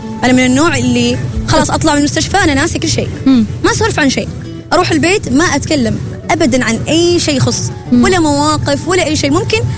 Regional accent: Oman; مجرد ما يعرفوا أنه أنا خليجية أنا عمانية

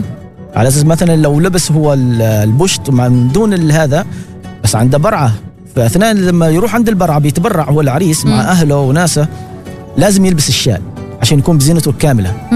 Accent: Dhofar, Oman; نحن عندنا في محافظة الظفار

